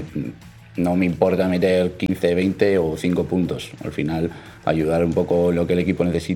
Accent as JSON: {"language": "Spanish", "town": "Valladolid", "region": "Castile and León", "country": "Spain", "said": "desde el primer año que salí de Valladolid a jugar en Les Plata, desde la flecha, siempre había tenido las ganas, sobre todo, de volver, de jugar aquí en el primer equipo de la ciudad."}